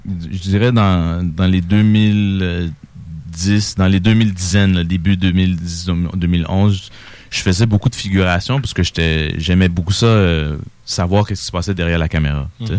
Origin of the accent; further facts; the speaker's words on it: Montreal, Quebec, Canada; moved away; also born or lived in Saint-Hyacinthe; j'ai déménagé de Montréal à Saint-Hyacinthe dans les 90s.